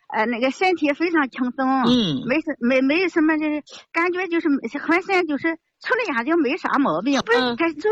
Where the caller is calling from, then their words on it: Weifang, Shandong, China; 我是潍坊的。